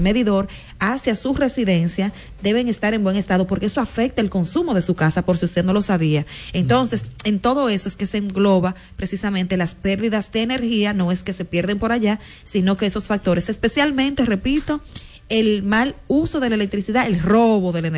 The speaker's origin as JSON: {"language": "Spanish", "country": "Dominican Republic"}